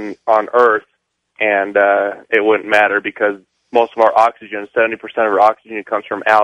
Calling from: Utah, United States; I'm calling from Utah.

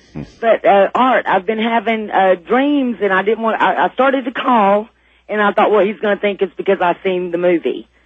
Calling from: Houston, Texas, United States; in Houston.

